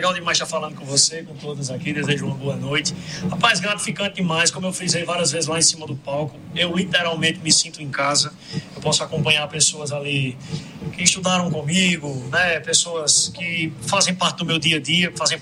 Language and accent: Portuguese; Campina Grande, Paraíba, Brazil; o carinho que eu tenho por Campina, afinal é a minha cidade, é a minha terrinha